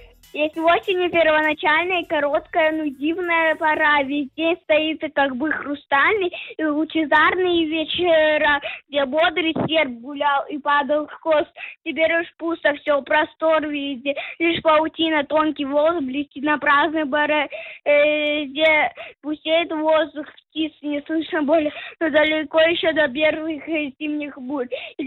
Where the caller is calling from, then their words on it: Yekaterinburg, Sverdlovsk Oblast, Russia; Я из Екатеринбурга